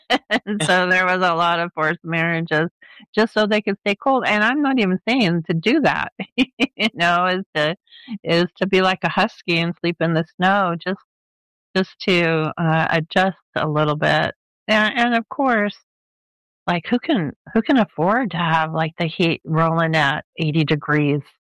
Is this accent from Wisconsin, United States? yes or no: no; Los Angeles, California, United States; I was born where if it got below 65, we'd put on a jacket. Mm-hmm. So I grew up in Los Angeles where we didn't really have extremes of temperatures that much.